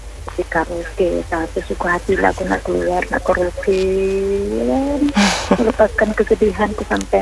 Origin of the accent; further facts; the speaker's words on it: North Sulawesi, Indonesia; born there; also born or lived in Southeast Minahasa; Kong, kita dulu lahir di Minahasa Selatan. Kita di Minahasa Tenggara. Kong, besarnya di sini lagi.